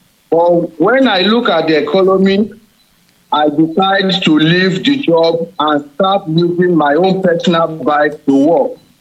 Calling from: Odeda, Ogun, Nigeria; I'm calling from Odeda Local Government, Ogun State.

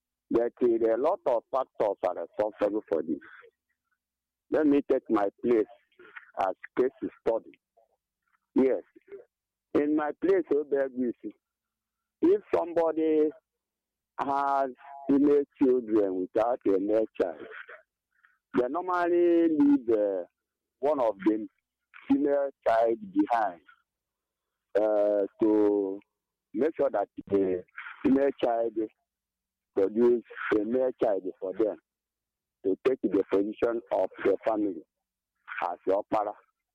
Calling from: Delta, Nigeria; I'm calling from Isoko

